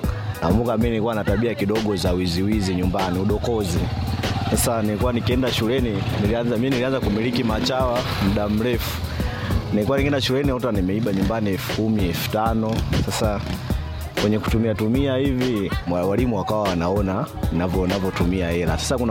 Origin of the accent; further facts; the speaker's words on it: Same, Kilimanjaro, Tanzania; natokea Same Tema.